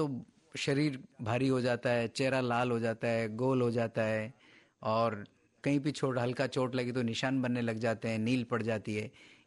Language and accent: Hindi; Rajasthan, India; तो ऐसे आपको मैं एग्जांपल देता हूँ कि मैं राजस्थान का रहने वाला हूँ